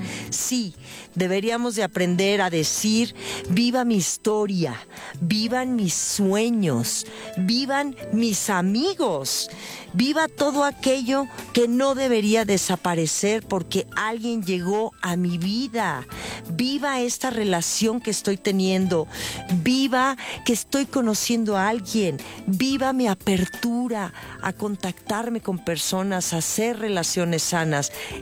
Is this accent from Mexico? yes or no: yes; Mexico